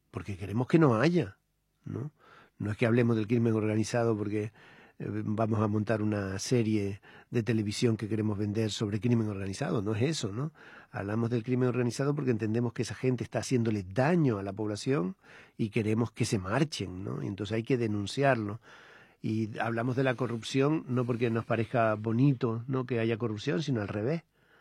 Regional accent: Canary Islands, Spain; moved away; yo soy de las Islas Canarias, hace ya mucho que salí de vivir allí de forma estable

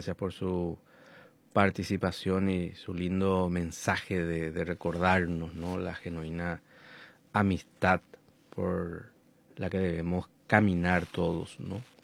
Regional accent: Paraguay

